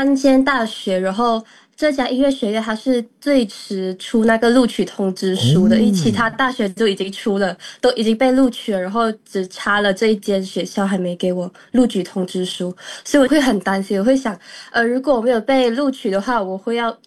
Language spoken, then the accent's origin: Chinese; Malaysia; 我们马来西亚人的咬字就比较靠前，你看我们说话比较靠前。